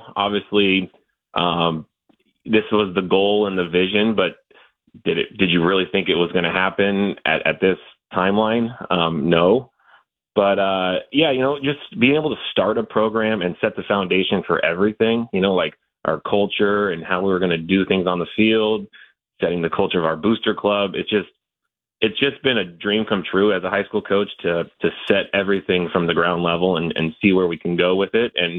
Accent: Tempe, Arizona, United States; growing up in Tempe

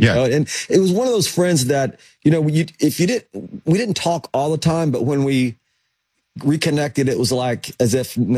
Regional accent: Tennessee, United States; And that was me growing up in East Tennessee.

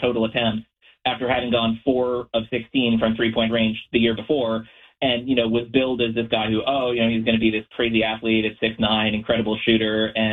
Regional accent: New York City, New York, United States; now in Sacramento, United States; So I am from New York City, but I've lived in Sacramento for the last half decade, and I've been a Kings fan.

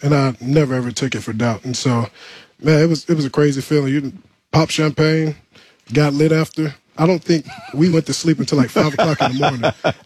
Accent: Mobile, Alabama, United States; growing up in Mobile, Alabama, raised up in Sierra Leone, Alabama.

